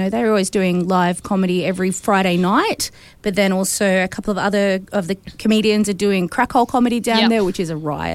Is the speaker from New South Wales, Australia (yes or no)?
no; Darwin, Northern Territory, Australia; I'm a brown skin lady. So I obviously talk about what it's like being a brown skin girl growing up in Australia, living in Darwin, being confused for every other single nationality besides where I'm actually from.